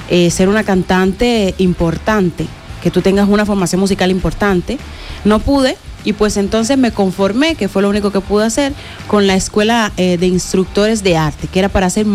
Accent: Cuba; En Cuba, crecí en Cuba, me crié con mis abuelitos, y esa señora vivía enfrente

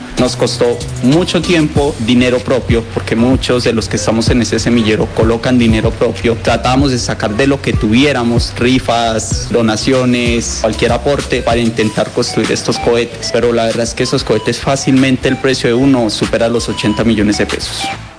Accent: Colombia

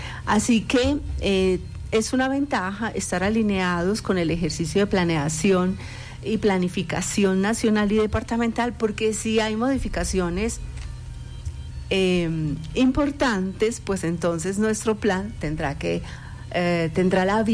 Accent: Medellín, Antioquia, Colombia; moved away as an adult; now in Guarne, Colombia; me siento guarneña, no soy guarneña, vivo en Guarne hace 4 años, estoy feliz, vengo de Medellín

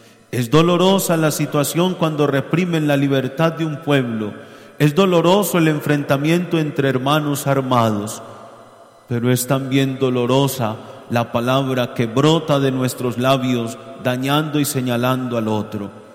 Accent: Colombia; now in Angostura, Colombia; somos hermanos, que somos colombianos

